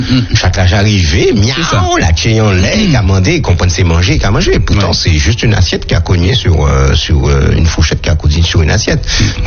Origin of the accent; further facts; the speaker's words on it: Martinique; en tant que martiniquais